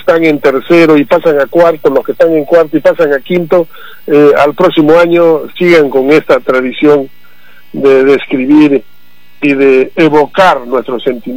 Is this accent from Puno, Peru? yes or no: no; Quilca, Arequipa, Peru; born there; del distrito de Quilca, la tierra donde yo nací